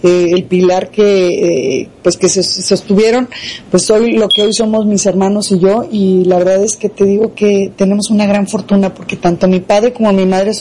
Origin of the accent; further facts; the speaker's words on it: Guadalajara, Jalisco, Mexico; yo soy de aquí de Guadalajara, nací en una familia de tres